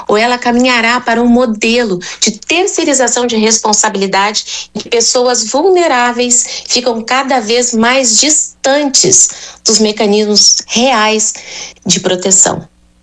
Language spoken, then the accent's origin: Portuguese; Brazil; somos brasileiros, né, e latino-americanos